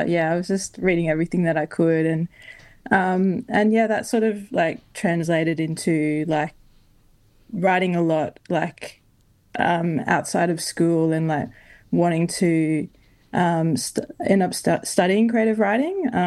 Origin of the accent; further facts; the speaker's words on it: Queensland, Australia; I can write, you know, from the perspective of, you know, being a Queenslander, being a queer person, being a Black fella.